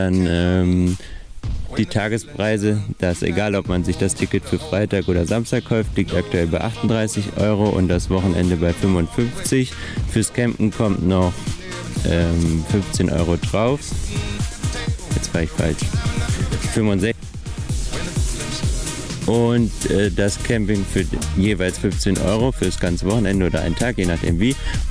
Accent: Wichte, Hesse, Germany; ich komme ja auch aus Wichte, bin hier schon immer, also bin geboren, aufgewachsen in Wichte

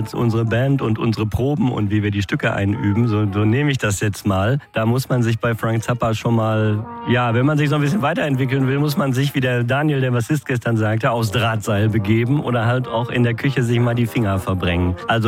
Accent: Gelsenkirchen, North Rhine-Westphalia, Germany; Ich komme aus Gelsenkirchen in Deutschland im Ruhrgebiet.

